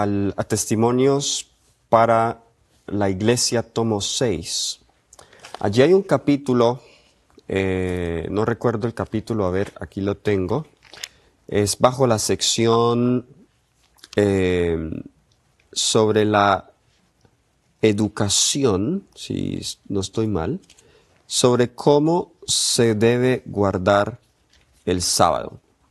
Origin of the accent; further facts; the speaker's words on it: Cali, Valle del Cauca, Colombia; Cali, mi ciudad natal